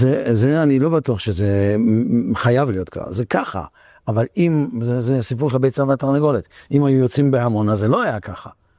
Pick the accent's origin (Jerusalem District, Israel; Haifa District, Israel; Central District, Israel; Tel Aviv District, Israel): Central District, Israel; Netanya; אני גדלתי בנתניה. היינו משפחות חרדיות בודדות.